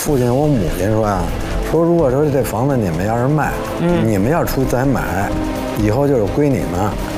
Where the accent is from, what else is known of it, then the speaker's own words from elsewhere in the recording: Beijing, China; born there; also born or lived in Shilipu, Beijing; 瓷器口呢，我是在瓷器口出生的